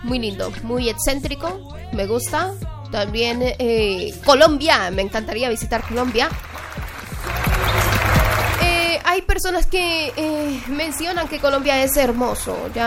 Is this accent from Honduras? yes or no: yes; Honduras